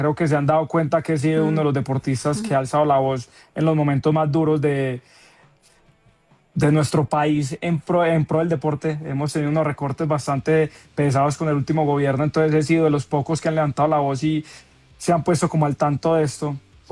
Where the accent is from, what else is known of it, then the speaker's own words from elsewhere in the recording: Colombia; lo que somos capaces los colombianos.